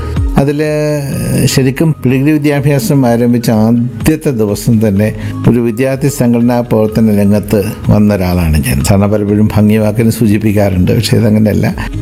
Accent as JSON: {"language": "Malayalam", "town": "Kollam", "region": "Kerala", "country": "India", "tie": "born or raised there", "said": "ഞാൻ ജനിച്ചതും വളർന്നതും തുണക്കം എന്ന് പറയുന്നത് കൊല്ലം നഗരത്തിലെ ജോനകപ്പുറം എന്ന് പറയുന്നൊരു തീരപ്രദേശത്താണ്. അവിടെയാണ് എൻ്റെ അച്ഛനും അച്ഛൻ്റെ വാപ്പയും വാപ്പയുടെ വന്നെങ്കിൽ പിതാവിൻ്റെ വാപ്പയും ഒക്കെ താമസിച്ച് വളർന്നതൊക്കെ അവിടുന്ന്."}